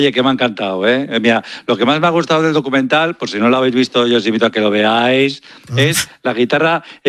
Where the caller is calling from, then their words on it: Bilbao, Basque Country, Spain; sabéis que soy de Bilbao